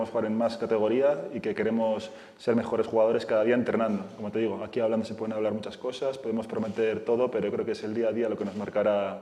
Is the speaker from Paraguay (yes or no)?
no; Bilbao, Basque Country, Spain; moved away; yo soy de Bilbao